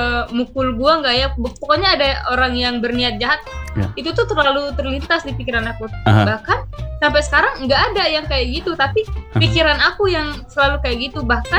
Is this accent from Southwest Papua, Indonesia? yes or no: no; South Sumatra, Indonesia; moved away; Awalnya aku cuman ke Lampung tuh dari Sumatera. Aku awalnya dari Sumatera Selatan.